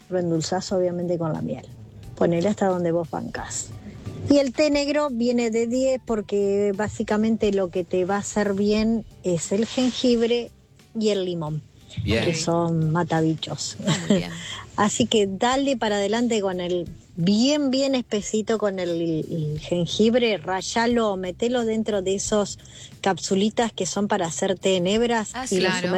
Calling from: Buenos Aires, Argentina; de Flores.

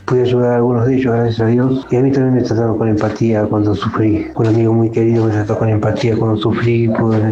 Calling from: Buenos Aires, Argentina; de Caballito.

